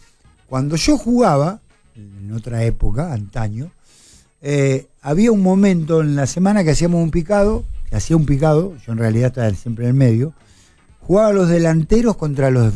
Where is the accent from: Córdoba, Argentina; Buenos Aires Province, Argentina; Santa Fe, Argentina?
Buenos Aires Province, Argentina; Lima; Yo te digo, iba a las pruebas, iba al Lima, jugaba 23 picados por semana en Lima, en mi pueblo.